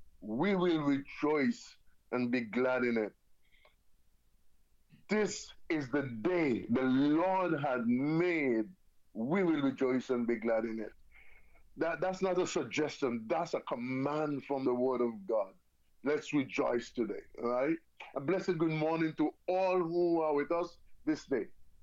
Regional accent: St. Kitts & Nevis; Even though I'm from St. Kitts, I love my Jamaican food.

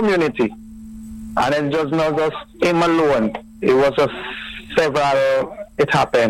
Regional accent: Clarendon, Jamaica; We grow from East Clarendon. He's from Top Hill, I'm from Lower Hayes.

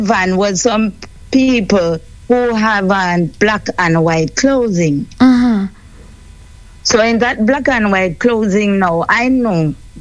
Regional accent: Saint Elizabeth, Jamaica; this was a time now when I was like traveling from Kingston to my home, my country, mm-hmm. St. Elizabeth.

